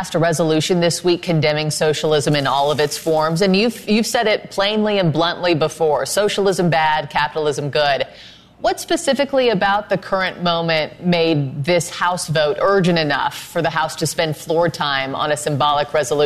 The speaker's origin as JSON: {"language": "English", "region": "Texas", "country": "United States", "moved": "yes", "said": "I'm from Texas. My family lives in Texas."}